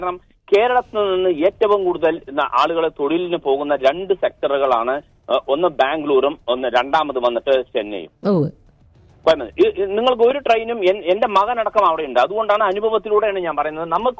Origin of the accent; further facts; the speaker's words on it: Palakkad, Kerala, India; now in Dubai, United Arab Emirates; ഞാൻ പാലക്കാട്ടുകാരനാണ്.